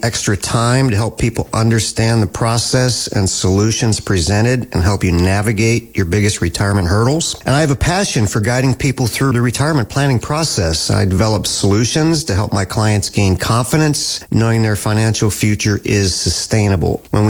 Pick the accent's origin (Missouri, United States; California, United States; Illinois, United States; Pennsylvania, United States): Pennsylvania, United States; Harrisburg; born or raised there